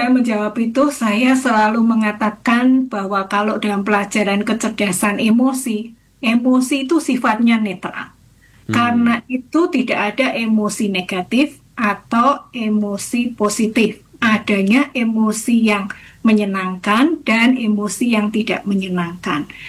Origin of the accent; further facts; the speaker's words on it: Java, Indonesia; saya orang Jawa